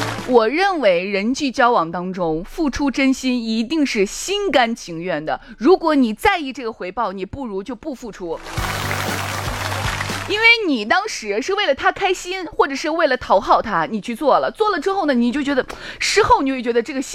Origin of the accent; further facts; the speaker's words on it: Shaanxi, China; 我一直觉得我们长安的话说话特别有意思。